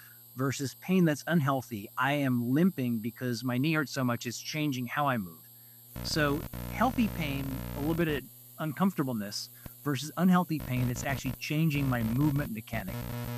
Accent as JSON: {"language": "English", "town": "Kansas City", "country": "United States", "tie": "born or raised there", "said": "He was a pediatrician who took care of so many thousands of kids in my hometown of Kansas City."}